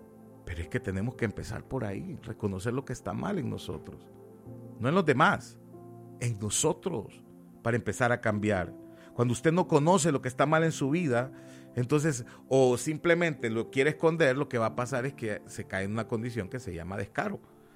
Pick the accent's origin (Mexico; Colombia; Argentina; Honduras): Honduras; moved away; nosotros como nación, Honduras, porque soy hondureño, aunque vivo en otro país